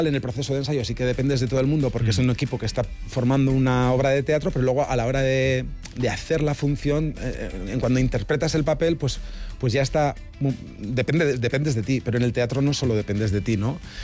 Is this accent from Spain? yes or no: yes; Spain; first language Basque; Spanish is a second language; al final mi lengua materna es el euskera